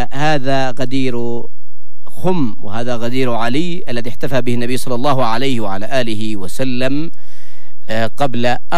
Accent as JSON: {"language": "Arabic", "country": "Yemen"}